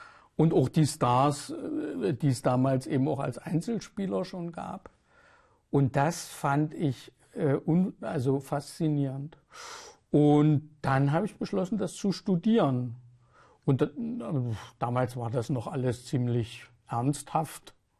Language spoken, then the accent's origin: German; Dessau, Saxony-Anhalt, Germany; ich bin in Dessau aufgewachsen, in einer, also Dessau Nord, ne, in der, da am Schillerpark.